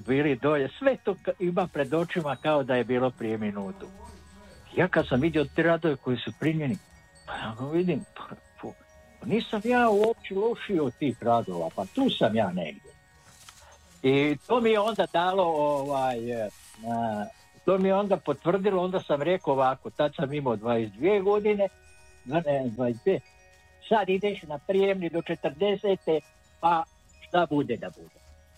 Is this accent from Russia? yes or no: no; Osijek, Osijek-Baranja County, Croatia; Da je Slavonac, on je imao sentimente, a ja dolazim iz Osijeka.